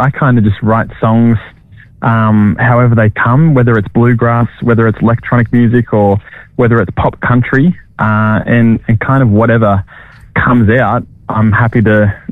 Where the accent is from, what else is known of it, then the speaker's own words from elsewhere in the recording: Cronulla, New South Wales, Australia; moved away as an adult; now in northern New South Wales, Australia; I grew up in Cronulla. I lived there for majority of my life. I only moved up north 3.5 years ago.